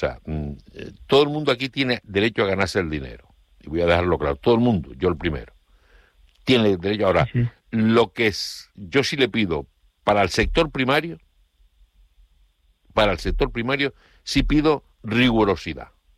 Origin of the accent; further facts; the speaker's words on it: Tijarafe, Canary Islands, Spain; Yo soy de Tijarafe, como muchos saben, un hombre de campo.